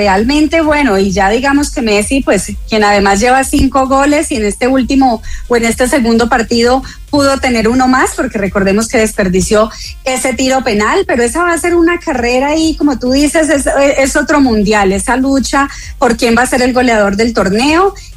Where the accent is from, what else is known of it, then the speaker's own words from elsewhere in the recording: Colombia; Para nosotros, por ejemplo, como colombianos, sufrimos un par de eliminatorias